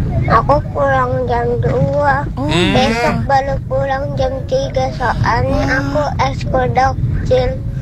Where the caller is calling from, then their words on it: Medan, North Sumatra, Indonesia; Halo Om Danar dan Tante Ovi. … dari Medan.